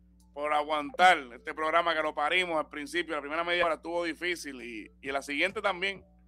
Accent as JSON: {"language": "Spanish", "town": "Aguada", "country": "Puerto Rico", "said": "En Aguada, en Aguada."}